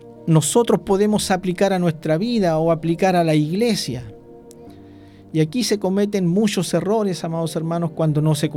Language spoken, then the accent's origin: Spanish; Chile; nosotros como chilenos